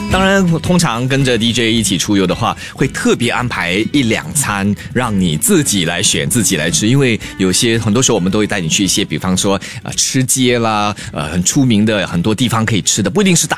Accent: Singapore; 很适合我们新加坡人去品尝的。

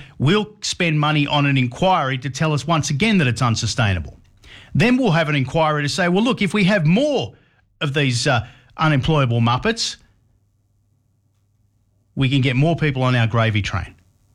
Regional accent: Sydney, New South Wales, Australia; now in Canberra, Australia; I grew up in Western Sydney.

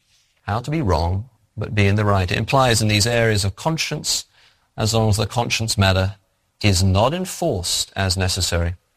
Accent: England, United Kingdom; Now, I'm English, I can get away with these things, right?

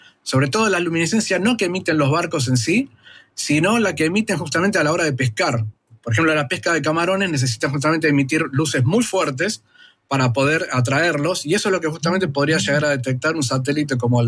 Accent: Argentina

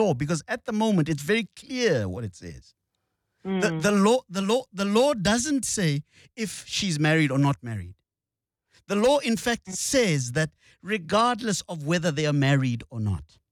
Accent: South Africa; our law, the South African law, says that if a child is born of one of the parents being South African

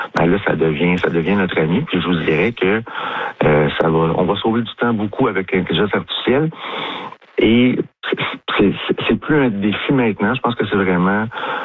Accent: Nicolet, Quebec, Canada; Moi, je suis originaire de Nicolette.

